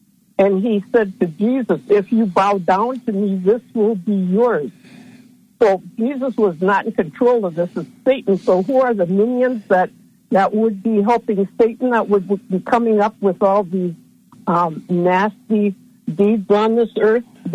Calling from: Wisconsin, United States; from Wisconsin.

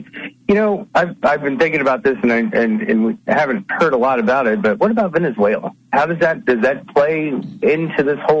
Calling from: Indianapolis, Indiana, United States

